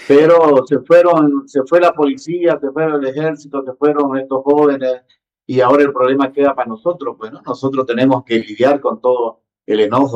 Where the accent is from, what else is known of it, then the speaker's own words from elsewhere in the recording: San Julián, Santa Cruz, Bolivia; moved away as an adult; yo decidí dejar San Julián.